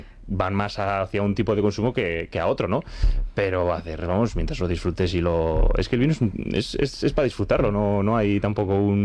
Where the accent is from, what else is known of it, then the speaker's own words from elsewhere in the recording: Labastida, Basque Country, Spain; mi pueblo es una zona que vive el 90% de los ingresos son del vino. Entonces hay como más cultura, más relación con el vino y sí que yo igual hablo desde una burbujita, ¿no? De Rioja Alavesa o La Bastida